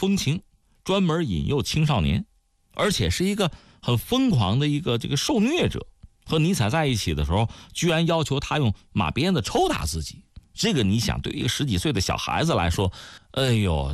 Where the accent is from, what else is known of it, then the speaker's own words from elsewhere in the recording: China; 我们中国人